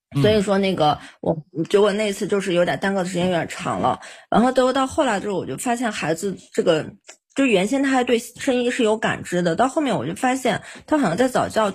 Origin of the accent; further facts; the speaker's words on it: Xinjiang, China; 我是新疆人